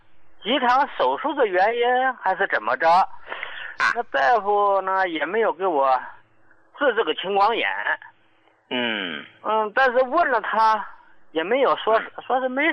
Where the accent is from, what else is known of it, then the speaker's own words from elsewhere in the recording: Northeast China, China; moved away as an adult; now in Xiamen, China; 你看我老家呢是东北的，由于这个工作的原因，后来呢来到了这个厦门定居了。